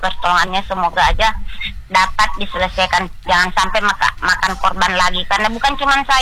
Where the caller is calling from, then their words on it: Indonesia; Ini saya warga RT 1 di Jalan Tongkol ujung jembatan 1.